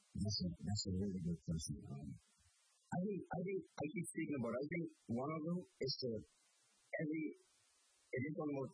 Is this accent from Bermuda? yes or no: yes; Bermuda; yeah, I'm from Bermuda, yeah, 60,000 people